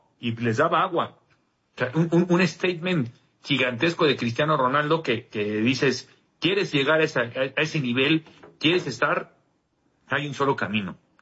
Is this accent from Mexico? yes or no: yes; Mexico; nosotros mismos como mexicanos